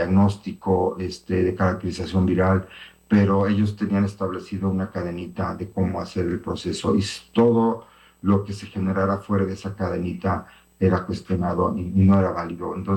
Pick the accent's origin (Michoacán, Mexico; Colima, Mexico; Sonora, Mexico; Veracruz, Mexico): Veracruz, Mexico; Xalapa; temperaturas que no habíamos vivido en los que somos de aquí de Jalapa, y me imagino de muchas otras regiones del estado